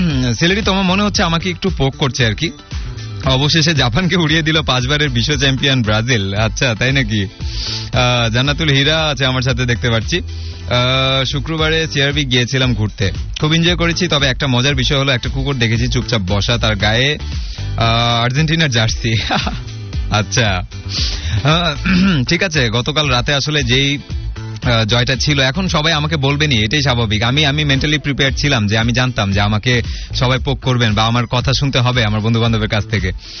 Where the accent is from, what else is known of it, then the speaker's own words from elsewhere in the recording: Bangladesh; আমরা বাংলাদেশি, আমাদের ন্যাশনালিটি বা আমাদের জাতীয়তা টোটালি ডিফারেন্ট।